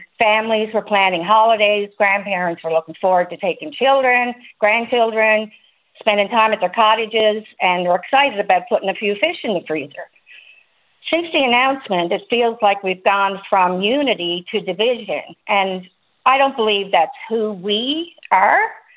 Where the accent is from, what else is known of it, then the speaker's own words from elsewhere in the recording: Trepassey, Newfoundland and Labrador, Canada; I grew up in Trepassey. Nobody begrudged a neighbor a feed of fish. That's how we were raised.